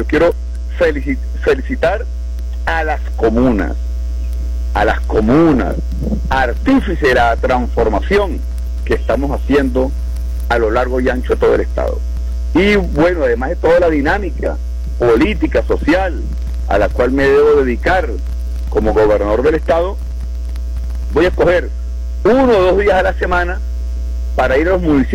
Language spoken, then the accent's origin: Spanish; Táchira, Venezuela; lo que sabemos hacer los tachirenses